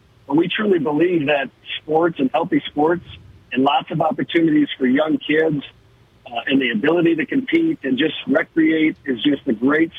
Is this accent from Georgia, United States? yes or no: no; Custer, South Dakota, United States; as a West River guy growing up in Custer